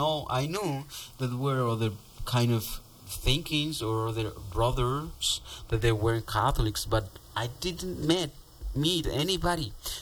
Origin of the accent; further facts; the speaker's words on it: Tepatitlán, Jalisco, Mexico; English is a second language; moved away; I was born and raised in Tepatitlan, Jalisco, Mexico. In Mexico, that lands are lands of martyrs, mm-hmm. many martyrs in there. And our faith is very religious.